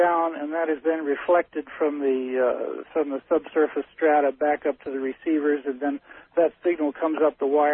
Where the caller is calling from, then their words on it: Ensenada, Baja California, Mexico; although I live in Mexico, I work in Trinidad.